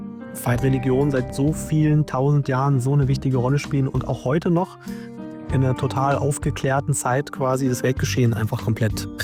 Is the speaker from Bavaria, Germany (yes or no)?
no; Berlin, Germany; dass ich aus Ost-Berlin bin, weil ich bin aus Berlin.